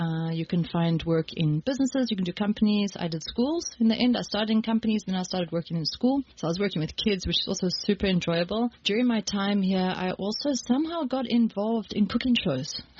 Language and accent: English; South Africa; now in Slovakia; I'm a South African who has lived in Slovakia. I've been here now for 14 years.